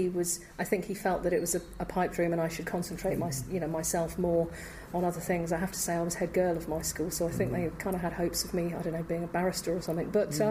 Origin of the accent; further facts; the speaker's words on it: Eastleigh, South East England, United Kingdom; born there; moved away; also born or lived in Shirley, Southampton; I went to Hollybrook Infants in Shirley, and then my family moved to Bishopstoke, which is just outside of Eastleigh, and I went to Fair Oak Junior, and then I went to Toynbee Secondary School.